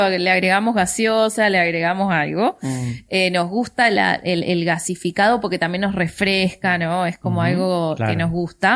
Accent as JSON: {"language": "Spanish", "region": "Mendoza", "country": "Argentina", "said": "tenemos una historia como mendocinos"}